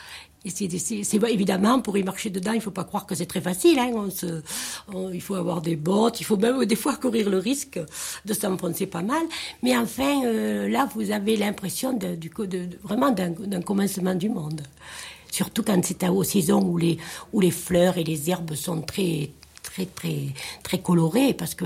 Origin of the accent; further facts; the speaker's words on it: Occitanie, France; Moi, je suis plutôt du Cosse, si on regarde d'où je viens. Mais j'aime bien la Margeride aussi. J'aime bien ce qu'on appelle ici la Haute Lozère.